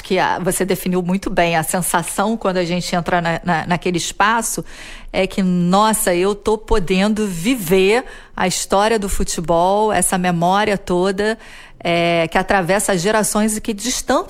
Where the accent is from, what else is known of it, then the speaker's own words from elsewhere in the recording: Rio de Janeiro, Brazil; eu já estou com idade, já passei dos 50, mas como carioca